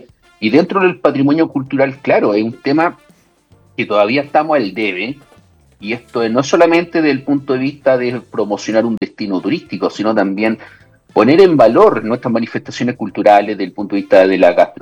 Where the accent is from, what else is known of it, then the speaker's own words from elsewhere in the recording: Chile; nosotros mismos como chilenos